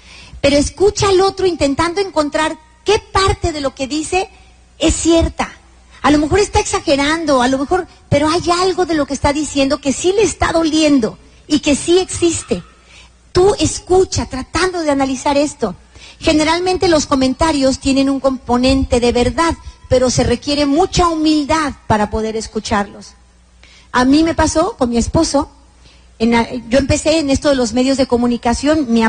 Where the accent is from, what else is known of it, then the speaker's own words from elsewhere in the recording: Veracruz, Mexico; Yo soy de Veracruz, ¿no? Y allá hablamos con pura grosería